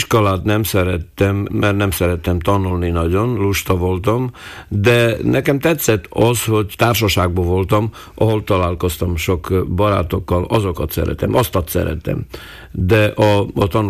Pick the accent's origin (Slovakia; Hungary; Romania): Slovakia; Prešov, Prešov Region; odahaza Eperjesen. Amikor én születtem, akkor az öreg anyám és az öreg apám, a édesanyámnak a oldalról, azok csak magyarul beszéltek.